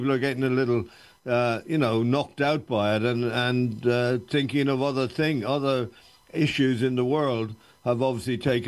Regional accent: Ireland; I come from Ireland, where it's always had a history of difficulty with the northern part of the country based on religion.

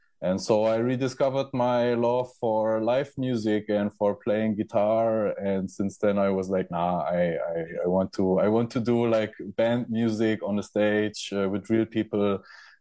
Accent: Bavaria, Germany; English is a second language; moved away as an adult; now in Berlin, Germany; I grew up in the Bavarian rural area, more kind of a village

